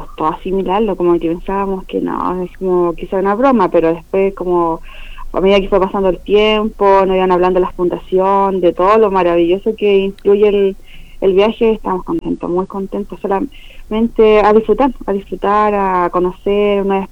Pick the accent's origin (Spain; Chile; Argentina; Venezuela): Chile; Chimbarongo, O'Higgins; Yo soy de afuera de Chimbarongo, del sector rural, de Quicharco, es un pueblo muy chiquitito, poco conocido